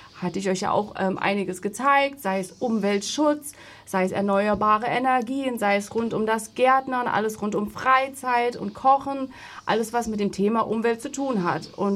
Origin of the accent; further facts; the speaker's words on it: Gerstungen, Thuringia, Germany; born there; Ich komme aus Gerstung